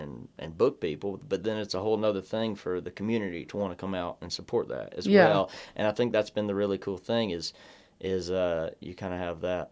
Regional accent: South Carolina, United States; Where I'm from in South Carolina, at least my hometown, you don't see a whole lot of that.

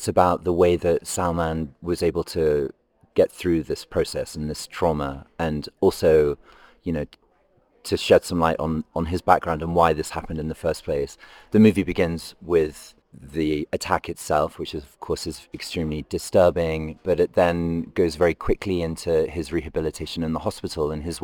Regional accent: London, United Kingdom; I grew up in London as a kid in the 1980s

